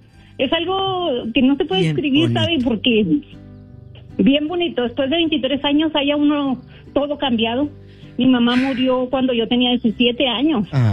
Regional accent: Ciudad Juárez, Chihuahua, Mexico; Mire, yo soy de Ciudad Juárez.

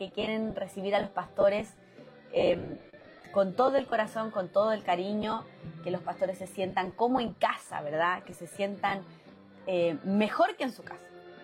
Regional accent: Chile; now in Mexico; Pero nosotros tenemos un acento diferente al de México, ¿verdad? Nosotros hablamos un poquito más rápido, hablamos un poquito más curioso, como dicen aquí, ¿verdad? Tenemos ciertas palabras que nos caracterizan a nosotros los chilenos, como el ya, como el po

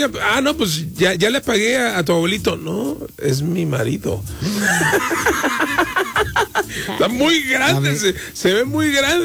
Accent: Mexico; also born or lived in Cancún; Soy mexicano y muy orgulloso.

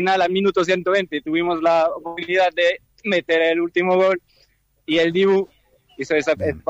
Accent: France; Spanish is a second language; also born or lived in Madrid; Soy francés, sí.

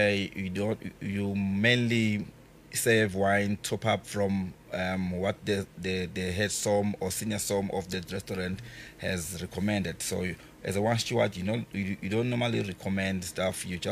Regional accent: Durban, KwaZulu-Natal, South Africa; also born or lived in Mapumulo, KwaZulu-Natal; I am from KZN, KwaMashu, born and raised.

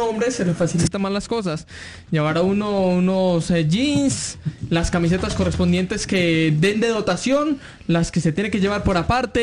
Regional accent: Manizales, Caldas, Colombia; moved away; Incluso pasé por mi tierra natal. Estuve en Manizales.

